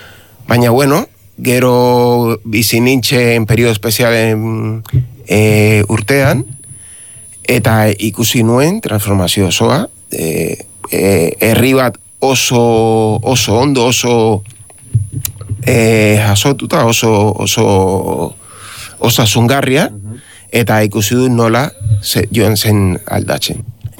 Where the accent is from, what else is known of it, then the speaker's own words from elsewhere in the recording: Havana, Cuba; moved away as an adult; now in Spain; ni 50 urte ditut, jaio nintzen Kuban, noski, eta Habanan jaio nintzen, eta bueno, ni profesionala naiz, osea, Kuban ikasi dut nire, bueno, egin dut nire bizitza profesional osoa, eta Euskal Herrira etorri nintzen orain dela gutxi